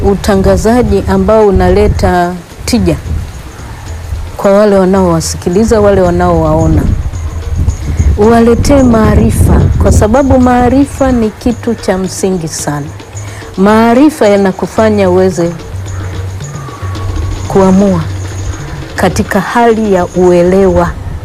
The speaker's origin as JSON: {"language": "Swahili", "country": "Tanzania"}